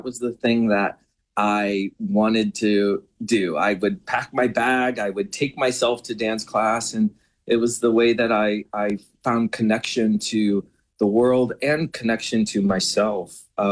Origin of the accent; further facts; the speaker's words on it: St. Louis, Missouri, United States; growing up in St. Louis, Missouri